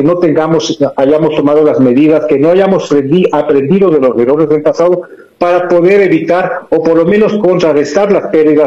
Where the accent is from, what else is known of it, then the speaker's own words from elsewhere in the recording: Tungurahua, Ecuador; Aquí yo no me voy a poner como tungurahuense, sino como ecuatoriano.